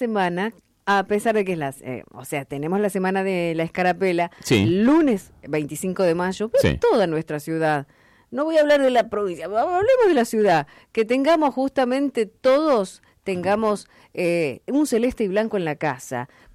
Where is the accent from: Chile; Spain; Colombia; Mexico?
Chile; now in Argentina; Soy chileno, pero 52 años acá